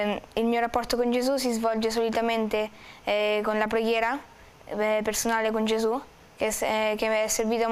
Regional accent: Potenza Picena, Marche, Italy; vengo da Potenza Picena, ho 13 anni

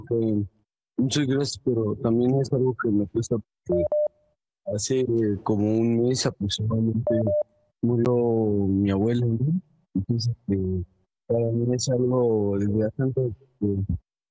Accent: Mexico; Sí, soy de México

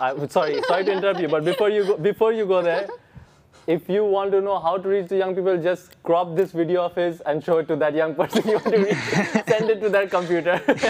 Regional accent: India; I'm Indian

